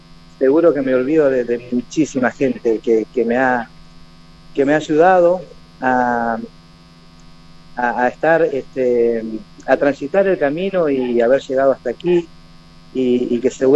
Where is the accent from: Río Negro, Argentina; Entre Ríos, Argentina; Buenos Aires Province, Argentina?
Río Negro, Argentina; Río Chico; a toda la gente de Río Chico, de mi pueblo